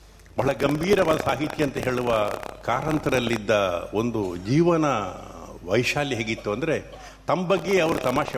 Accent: Puttur, Karnataka, India; ನಾನು ಹುಟ್ಟಿದ್ದು ಪುತ್ತೂರಿನ ಬಳಿಯ ಪುಣಿಚ ಎನ್ನುವ ಗ್ರಾಮದಲ್ಲಿ.

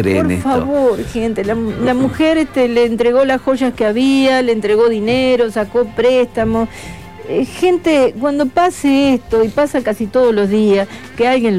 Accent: Florencio Sánchez, Colonia, Uruguay; born there; en el pueblito donde yo nací, Florencio Sánchez, en Cardona.

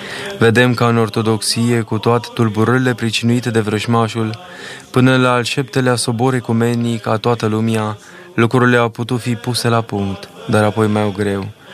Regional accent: Romania; eu sunt român și așa mă consider ca un bun român și îmi iubesc neamul.

